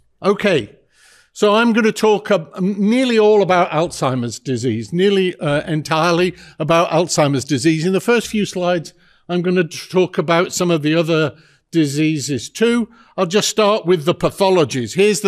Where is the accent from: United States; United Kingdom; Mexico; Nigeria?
United Kingdom; England; but as an Englishman, I certainly did not understand the US funding system.